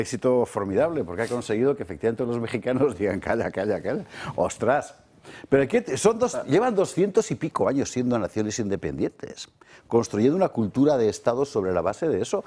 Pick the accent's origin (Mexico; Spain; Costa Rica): Spain; refuerza nuestra identidad histórica como españoles